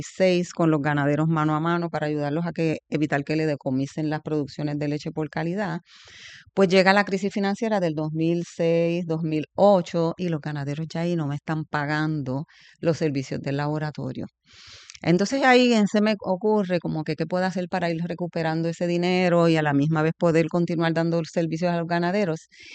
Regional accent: Bayamón, Puerto Rico; born there; Bueno, pues soy vaquera, nací en Bayamón.

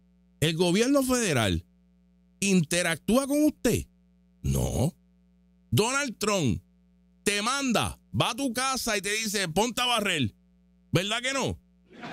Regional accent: Puerto Rico

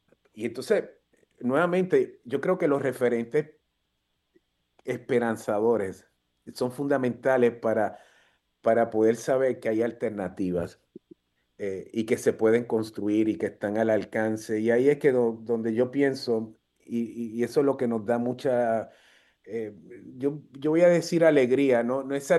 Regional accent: Puerto Rico; Como jíbaros del campo, como puertorriqueños

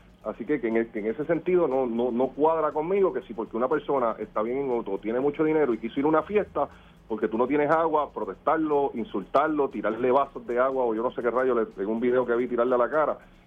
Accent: Fajardo, Puerto Rico; el partido de mayoría de mi pueblo de Fajardo

